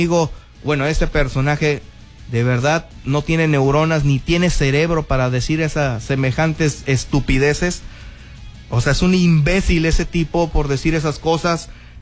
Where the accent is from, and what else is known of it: Mexico